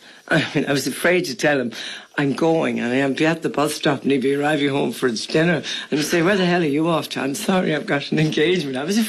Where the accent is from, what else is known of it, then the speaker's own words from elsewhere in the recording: Ireland; our tradition in Ireland, the home is sacred.